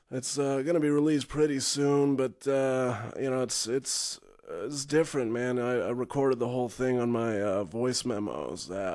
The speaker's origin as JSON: {"language": "English", "town": "McKinney", "region": "Texas", "country": "United States", "tie": "born there", "lives_now": "Austin, United States", "said": "For now, I guess I'm from Austin. You could say that. Yeah. Where were you born? Oh, outside of McKinney."}